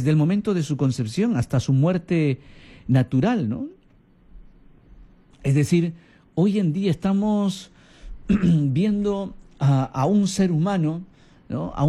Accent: Peru; estamos perdiendo el sentido de identidad como peruanos, como católicos, ¿no?

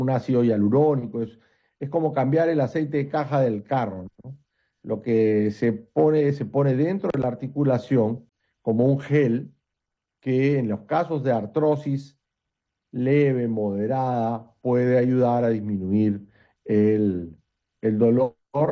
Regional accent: Callao, Peru; Yo también soy del Callao

